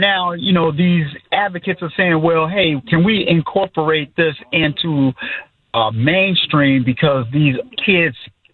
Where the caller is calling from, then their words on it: Chicago, Illinois, United States; I'm from Chicago, too.